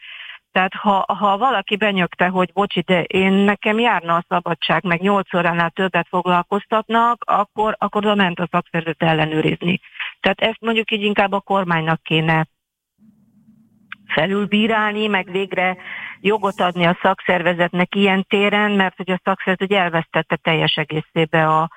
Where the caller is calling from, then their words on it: Budapest, Hungary; én elismerem pestiként